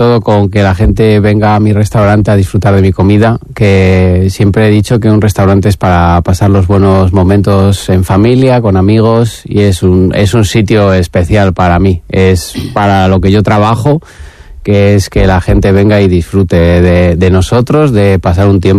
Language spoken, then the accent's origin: Spanish; León, Castile and León, Spain; Yo soy de León, uh-huh, soy cazurro.